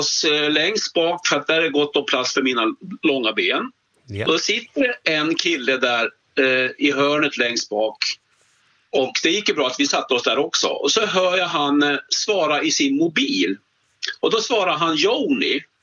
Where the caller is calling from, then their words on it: Finland; Hemma i Finland